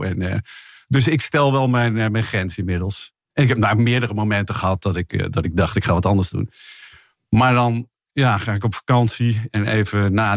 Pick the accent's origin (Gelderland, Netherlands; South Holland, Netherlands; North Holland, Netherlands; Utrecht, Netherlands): South Holland, Netherlands; Rotterdam; born there; Ik had kantoor in Rotterdam. Ik ben trouwens zelf geboren in Rotterdam.